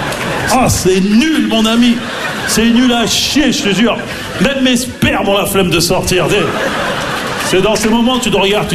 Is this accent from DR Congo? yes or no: no; Maisons-Alfort, Île-de-France, France; parce que j'ai grandi à Maison Alfort, en plus, tu vois, dans le 9-4, tu vois, j'ai grandi...